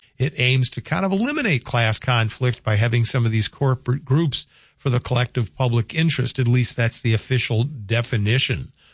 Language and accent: English; the South, United States; We do a lot of family dinners in Sunday growing up in the South.